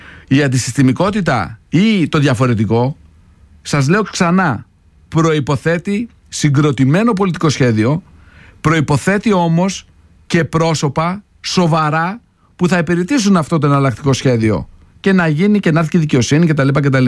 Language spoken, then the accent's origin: Greek; Greece; Εγώ δεν είμαι ούτε φιλορώσος ούτε φιλοαμερικάνος. Είμαι Έλληνας. Και κοιτάω τα συμφέροντα της Ελλάδας.